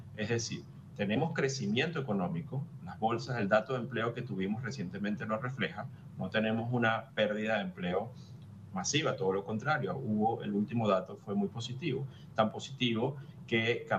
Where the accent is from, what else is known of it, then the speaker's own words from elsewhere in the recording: Venezuela; Los venezolanos no estamos bailando en las calles